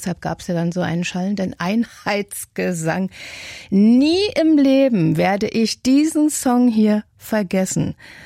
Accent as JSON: {"language": "German", "region": "East Germany", "country": "Germany", "said": "Was anderes gab's ja, wo ich herkomme, nicht? Im äußersten Osten."}